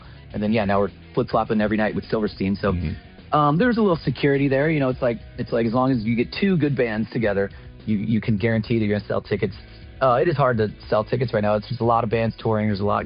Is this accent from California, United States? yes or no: no; St. Louis, Missouri, United States; we're all from St. Louis and we grew up together skateboarding